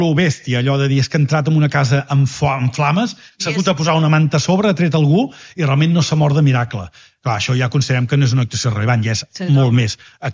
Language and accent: Catalan; Mataró, Catalonia, Spain; Són la festa major de la Mercè, que sóc de Mataró.